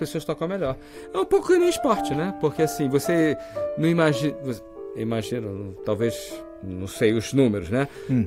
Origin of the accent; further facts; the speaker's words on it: Rio de Janeiro, Brazil; Eu sou do Rio.